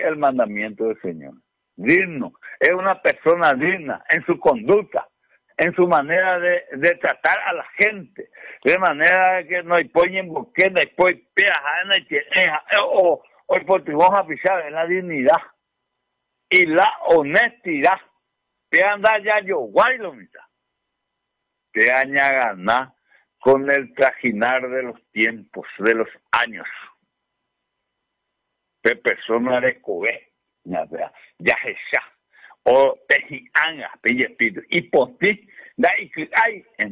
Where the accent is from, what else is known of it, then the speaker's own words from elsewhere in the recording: Paraguay; Hoy podemos decir, somos paraguayos